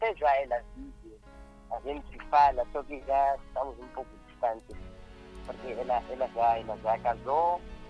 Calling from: Nampula, Mozambique; falo de Nampula.

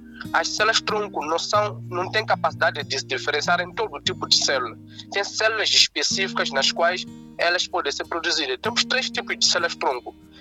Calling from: Maputo, Mozambique; Falo de Maputo, mesmo estado de Maputo.

